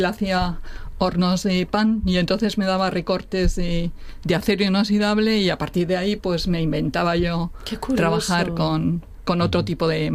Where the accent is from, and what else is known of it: Madrid, Community of Madrid, Spain; now in Asturias, Spain